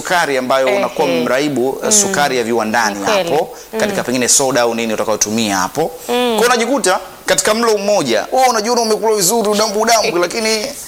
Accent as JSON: {"language": "Swahili", "town": "Songea", "region": "Ruvuma", "country": "Tanzania", "tie": "born there", "said": "mimi sijakulia mjini, japokuwa nimezaliwa mjini, ila nimekulia pembezoni mwa miji. Nimekuwa zaidi kwa bibi."}